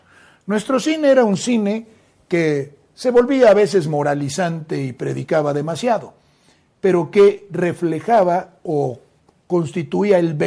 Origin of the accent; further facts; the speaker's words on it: Mexico; un individuo de apellido Jenkins, que estuvo aquí en mi tierra